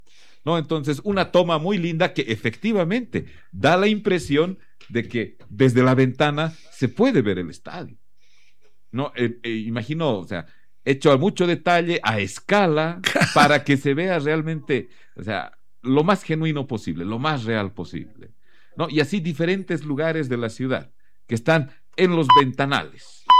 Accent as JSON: {"language": "Spanish", "country": "Bolivia", "said": "aquí todos somos bolivianos."}